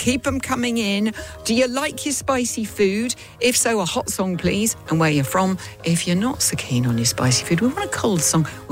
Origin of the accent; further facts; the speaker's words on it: Blackpool, North West England, United Kingdom; born there; also born or lived in Manchester; And then I was born in Blackpool, but I've kind of lived south most of my life, apart from living in Manchester.